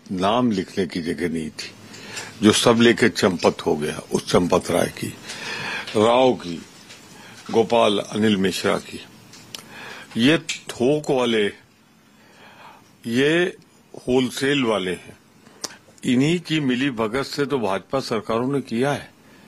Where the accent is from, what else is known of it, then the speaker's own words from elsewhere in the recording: Ayodhya, Uttar Pradesh, India; मैं तो रहने वाला हूँ अयोध्या, कमिश्नरी जो पहले होती थी उसी क्षेत्र का रहने वाला हूँ अवध का।